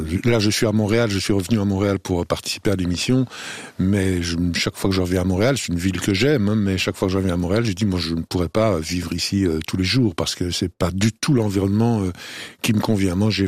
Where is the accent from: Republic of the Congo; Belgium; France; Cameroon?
Belgium; moved away as an adult; now in Quebec, Canada; moi j'étais en Belgique, j'ai pas mal voyagé, mais je suis belge à l'origine.